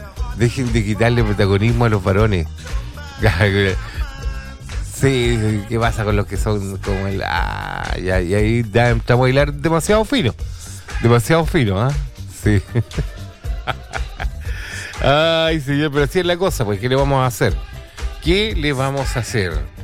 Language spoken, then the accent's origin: Spanish; Rayenco, Biobío, Chile; born there; Sí, yo siempre les cuento, yo nací en Rayenco. Fui uno de los privilegiados en nacer en Rayenco, un lugar que ya no existe.